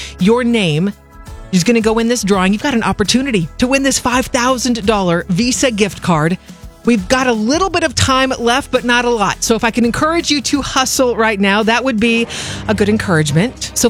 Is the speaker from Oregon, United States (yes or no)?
yes; Clackamas, Oregon, United States; I'm getting in the game. Eugenia just did that for my hometown of Clackamas, Oregon.